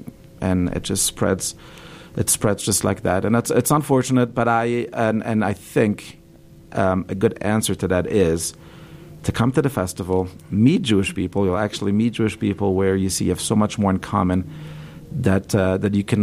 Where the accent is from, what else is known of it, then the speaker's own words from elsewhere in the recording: Belgium; As the I grew up in Belgium, and all of my grandparents are Holocaust survivors